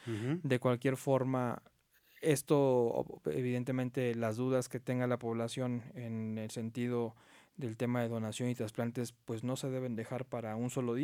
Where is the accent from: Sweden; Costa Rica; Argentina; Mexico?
Mexico; como mexicanos nos gusta celebrar la muerte.